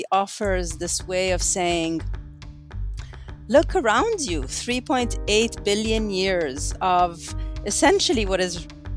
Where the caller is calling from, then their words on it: Tempe, Arizona, United States; I'm calling in from Tempe, Arizona, right in the heart of the Sonoran Desert